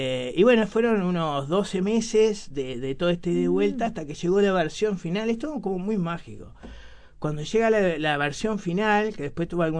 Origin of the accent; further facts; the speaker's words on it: Montevideo, Uruguay; Somos de Villa Española los dos.